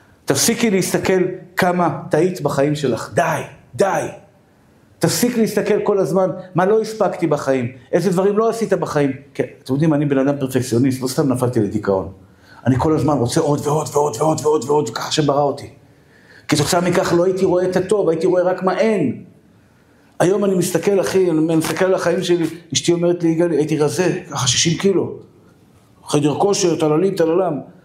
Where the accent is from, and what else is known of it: Tel Aviv, Tel Aviv District, Israel; born there